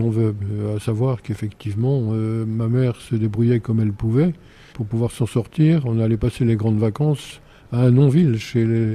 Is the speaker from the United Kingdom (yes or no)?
no; Jarny, Grand Est, France; born there; also born or lived in Hannonville-sous-les-Côtes / Beuvillers; Meurthe-et-Moselle, mais à l'âge de 4 ans, on était sur Jarny